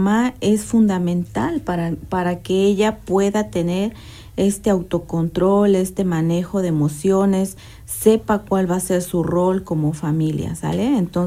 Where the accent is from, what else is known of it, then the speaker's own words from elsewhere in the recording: Mexico; como mexicanos, como tradición, como costumbre